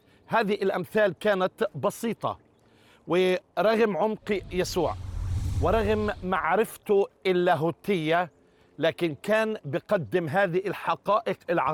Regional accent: Northern District, Israel; also born or lived in -; هذا المكان له معزة خاصة في قلبي، نشأت وترعرعت في الجليل، واحدة من الأماكن المحببة على قلبي. كنت دايماً باجي لبحيرة طبرية أسبح وأعوم

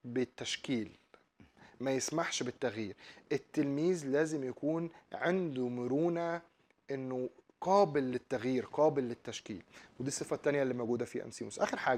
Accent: Egypt; بتكلم كمان اكتر عندنا في مصر

